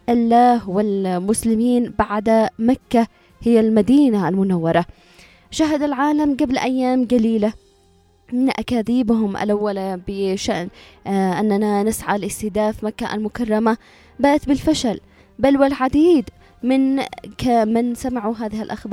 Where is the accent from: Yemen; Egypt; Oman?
Yemen; عندنا كشعب يمني كمسلمي